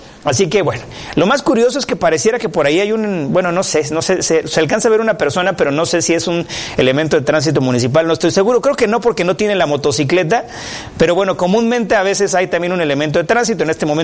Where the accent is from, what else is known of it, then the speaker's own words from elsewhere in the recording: Chiapas, Mexico; A veces somos de Chiapas y no conocemos todos estos lugares tan bonitos